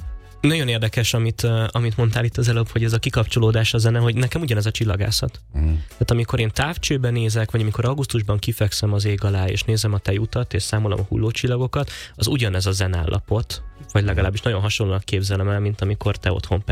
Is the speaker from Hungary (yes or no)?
yes; Budapest, Hungary; born there; én a planetáriumban nőttem fel annak idején a Népligetben